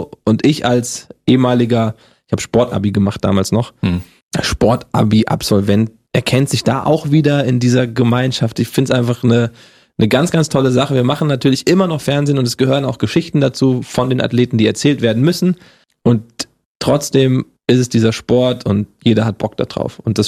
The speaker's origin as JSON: {"language": "German", "region": "Hesse", "country": "Germany", "accent": "Hessian", "said": "Das Hessisch abtrainieren, komme ich aus Hessen, da hatte ich so diesen Dialekt gleich drauf, der wurde mir abtrainiert, war auch gut so. Aber ohne, dass ich jetzt meine hessischen Wurzel verliere."}